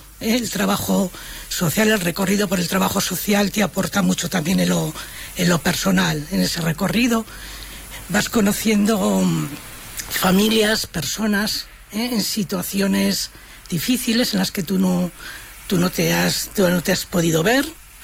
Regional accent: Tudelilla, La Rioja, Spain; Soy de Tudelilla, como siempre he dicho, ejerzo de de pueblo, ejerzo de Tudelilla.

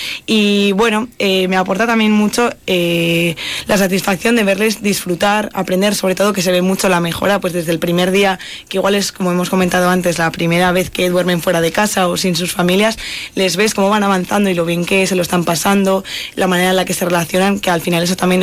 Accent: Navarre, Spain; venimos desde Navarra, de diferentes partes

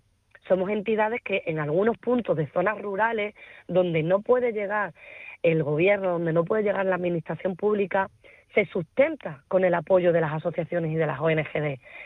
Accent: Extremadura, Spain; Yo soy extremeña, trabajo en Extremadura

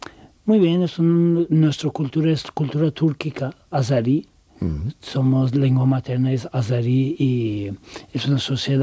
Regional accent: Tehran, Tehran Province, Iran; Spanish is a second language; yo crecí en Teherán, los años en infancia mi familia mudaron a Teherán, pero nunca tuve el valor de volver y vivir ahí

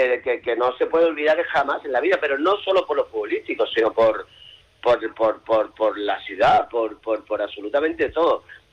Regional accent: Canary Islands, Spain; O sea, como canario, por supuesto, pero yo el año que pasé en Las Palmas fue buenísimo.

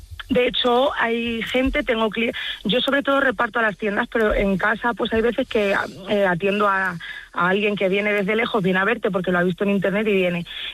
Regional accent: Cervera, Spain; Yo sin Fademur no habría salido de Cervera.

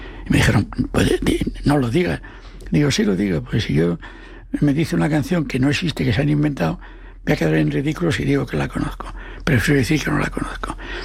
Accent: Asturias, Spain; Como yo soy asturiano, digo, ¿de dónde?

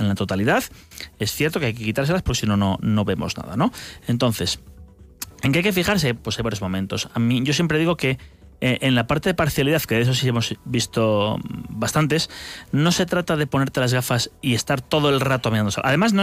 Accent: Losada, Castile and León, Spain; Yo ayer que iba a mi pueblo, a Losada, que estamos en fiestas

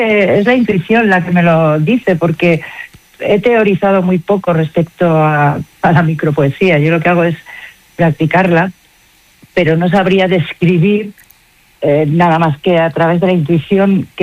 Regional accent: Madrid, Community of Madrid, Spain; also born or lived in Saldaña, Palencia; de donde soy de verdad, donde yo me he construido, fue en Madrid, que he estado allí 43 años viviendo.

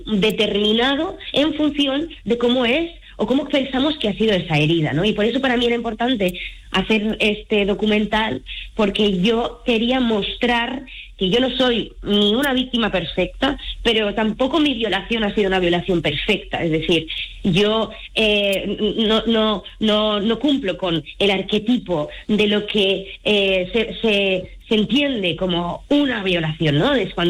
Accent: Barcelona, Catalonia, Spain; Y entonces yo soy de Barcelona y me tuve que ir a Madrid

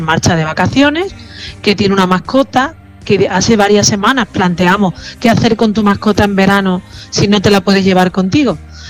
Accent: Andalusia, Spain; accent: Andalusian; El 80% de las casas cuevas que hay en Europa están en España y sobre todo en mi tierra, en Andalucía. Tú verás que siempre pongo el acento andaluz.

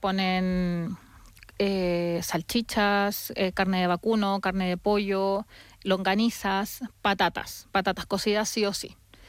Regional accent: Concepción, Biobío, Chile; now in Spain; Concepción, que es la ciudad de donde yo soy, tenemos cerca caletas y tenemos cerca puertos.

